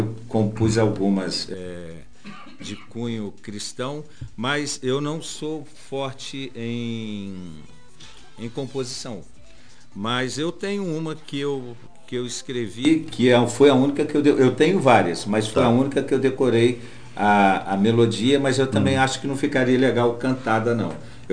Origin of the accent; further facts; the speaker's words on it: Santos Dumont, Minas Gerais, Brazil; now in Cabo Frio, Brazil; eu sou de Santos Dumont, tenho orgulho de ter nascido lá